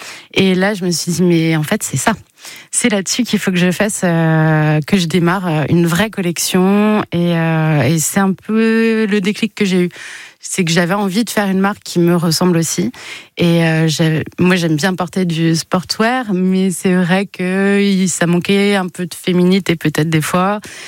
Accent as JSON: {"language": "French", "town": "Strasbourg", "region": "Grand Est", "country": "France", "moved": "yes", "lives_now": "Bayonne-Anglet-Biarritz, France", "said": "je viens de Strasbourg et chez moi on dit au bab pour dire oh punaise ou waouh c'est trop stylé."}